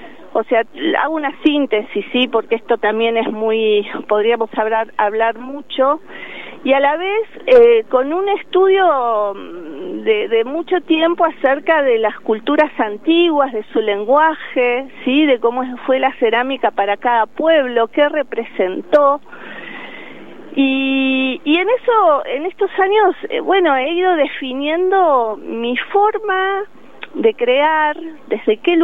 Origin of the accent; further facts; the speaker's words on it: Los Cocos, Córdoba, Argentina; yo soy de Córdoba, de Los Cocos, un pueblo en el Valle de Punilla.